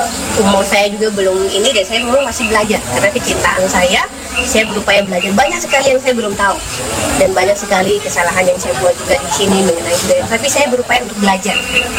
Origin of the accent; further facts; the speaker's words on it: Papua, Indonesia; kami orang Papua.